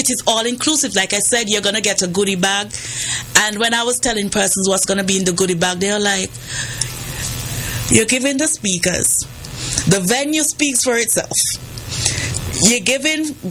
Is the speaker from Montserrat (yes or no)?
yes; Montserrat; now in Antigua; I'm from Montserrat